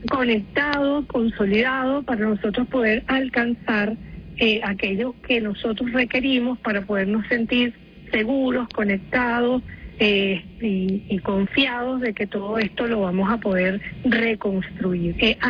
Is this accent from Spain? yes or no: no; Venezuela; La esperanza es parte, yo creo, de lo que nos define como venezolanas y venezolanos